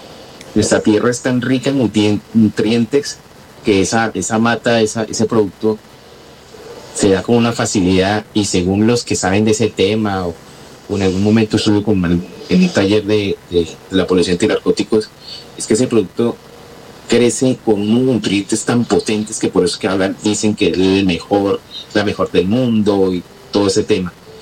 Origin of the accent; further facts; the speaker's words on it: Huila, Colombia; moved away as an adult; now in Gandia, Spain; soy colombiano del departamento del Huila, de Gazón. La tierra está llena de fantasía, de magia, de colores, de sabores.